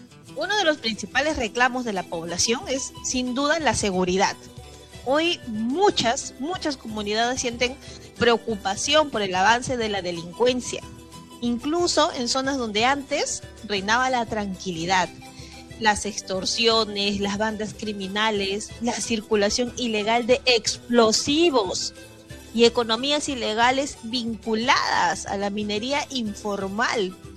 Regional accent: Peru

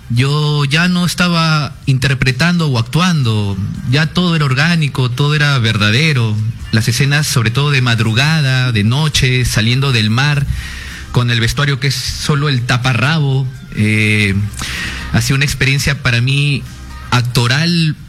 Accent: Peru; pero como peruano yo diría que aún más es mi orgullo y mi felicidad de formar parte de esta película.

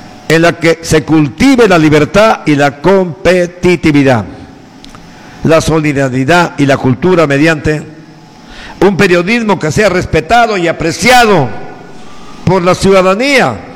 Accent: Peru

